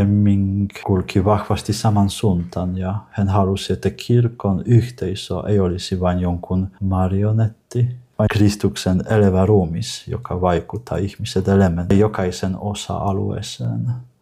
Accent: southern Poland, Poland; Finnish is a second language; moved away as an adult; also born or lived in Kraków; now in Turku, Finland; Mä kotoisin pienestä kylästä, jossa on vain noin 1000 asukasta ja kaikki ovat katolilaisia.

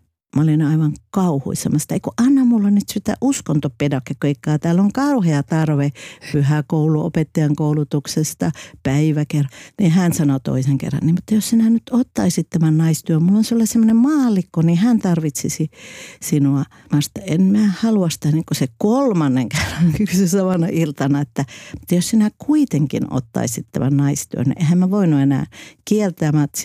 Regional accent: Kilimanjaro, Tanzania; Kaikki kysyy, mistä mä oon kotosi, niin mä sanon, että made in Kilimanjaro.

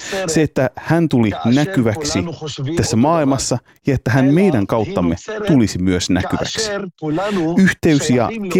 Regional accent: Israel; Finnish is a second language; Sä olet suomalainen, mä olen israelilainen

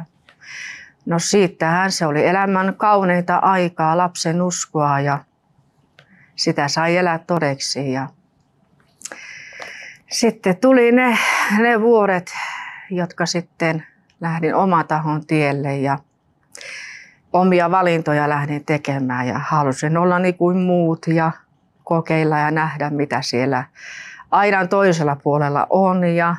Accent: Rovaniemi, Lapland, Finland; also born or lived in Nurmes; now in Espoo, Finland; Mä oon tuolta Rovaniemeltä kotoisin ja sitten me ollaan Nurmiksesta muutettu tänne Espoon puolelle.

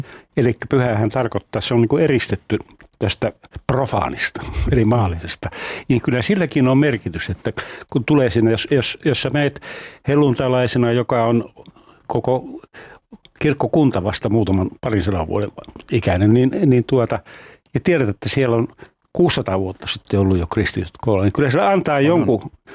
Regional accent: Rovaniemi, Lapland, Finland; Ja tuota, kun mä Rovaniemeltä kotoisin

